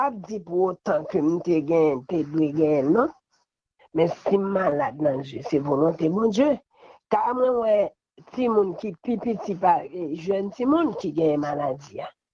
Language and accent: French; Haiti; Donc moi-même, c'est vrai, je voulais nous être ensemble en tant qu'Haïtien